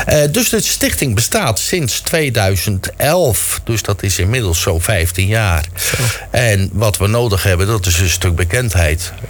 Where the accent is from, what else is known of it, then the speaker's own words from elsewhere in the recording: Sommelsdijk, South Holland, Netherlands; Ik kom uit Middelharnis.